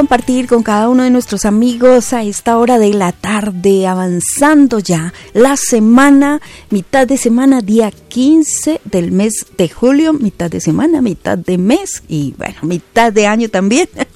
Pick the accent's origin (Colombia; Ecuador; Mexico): Colombia; Fusagasugá, Cundinamarca; born there; moved away; desde la bella ciudad jardín, Fusagasugá, mi tierra natal, mi tierra bella